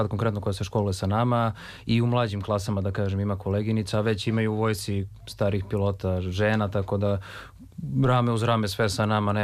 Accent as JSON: {"language": "Serbian", "region": "Belgrade", "country": "Serbia", "said": "Ja sam iz Beograda, živim tu kod Sava centra."}